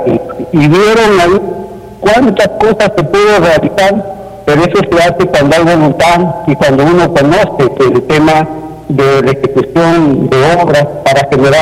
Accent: Tauca, Ancash, Peru; moved away as an adult; also born or lived in Chimbote; Yo nací en Tauca, estudiado ahí, inicial, primaria, secundaria, y bueno, por motivos de que también uno, por poder superarse, he salido a la ciudad de Timbó, el cual estudié en la universidad

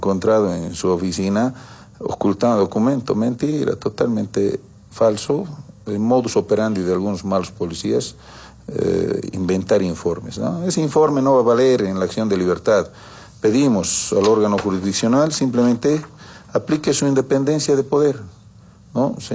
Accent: Bolivia

